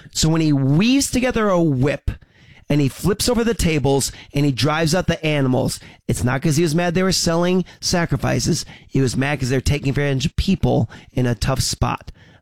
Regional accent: United States; as an American

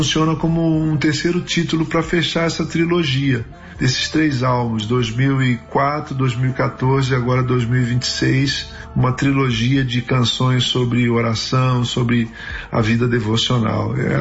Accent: Rio de Janeiro, Brazil; Nós somos cariocas, então ele sempre gostou muito de chorinho, roda de choro, a música instrumental.

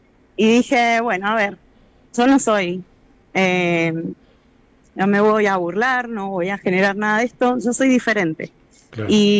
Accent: Argentina; moved away as an adult; now in Chile

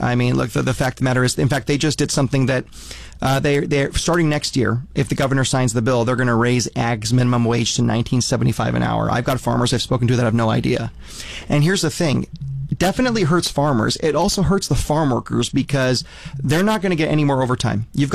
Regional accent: Fresno, California, United States; I was born and raised in Fresno, grew up in a small family business.

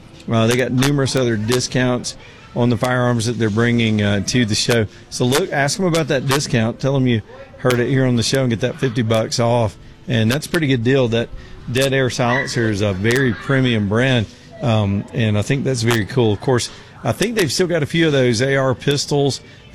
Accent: the South, United States; and I call him Mr. Rick because I'm a Southerner

